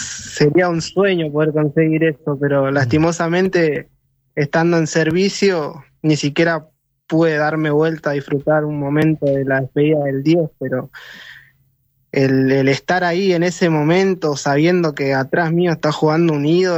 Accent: González Catán, Buenos Aires Province, Argentina; Somos de Virrey del Pino, González Catán.

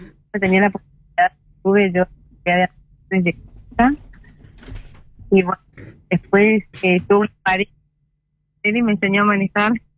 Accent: Misiones, Argentina

